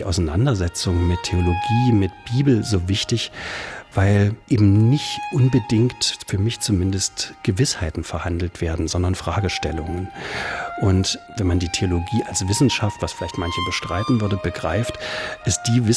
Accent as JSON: {"language": "German", "town": "Erfurt", "region": "Thuringia", "country": "Germany", "tie": "born or raised there", "said": "Ich bin in Erfurt groß geworden"}